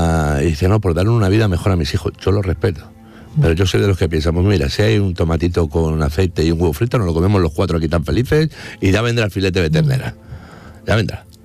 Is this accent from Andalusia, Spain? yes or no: yes; Málaga, Andalusia, Spain; Me ha hecho mucha ilusión estar aquí en mi tierra, en Málaga